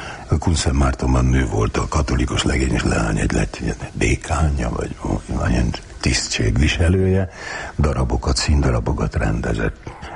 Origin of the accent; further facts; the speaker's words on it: Hungary; Hát ott nőttem föl. Az ottani kumi gödrökben.